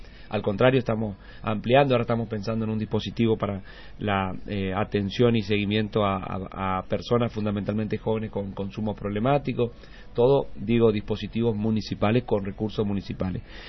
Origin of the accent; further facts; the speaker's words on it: Margarita Belén, Chaco, Argentina; also born or lived in Resistencia; mi papá fue productor en realidad, rural en la zona ahí de Costa Inés, que una colonia donde nacimos, en Margarita Belén.